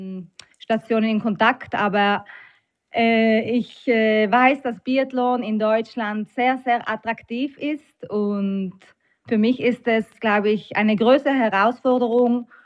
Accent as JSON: {"language": "German", "town": "Antholz", "region": "Trentino-Alto Adige", "country": "Italy", "tie": "born or raised there", "accent": "South Tyrolean dialect", "first_language": "South Tyrolean dialect", "said": "Wir sind ja zu Hause aufgewachsen mit dem Südtiroler Dialekt. In der Schule hatten wir dann Hochdeutsch."}